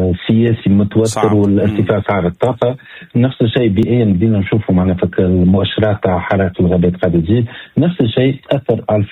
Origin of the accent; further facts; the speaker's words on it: Tunis, Tunis Governorate, Tunisia; عندنا في تونس العاصمة